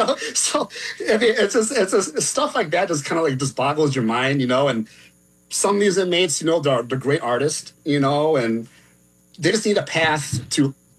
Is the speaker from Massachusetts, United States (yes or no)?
no; Wheaton, Illinois, United States; born or raised there